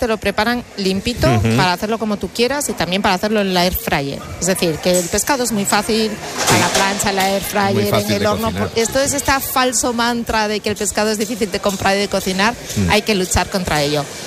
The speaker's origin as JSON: {"language": "Spanish", "region": "Galicia", "country": "Spain", "said": "yo que soy gallega"}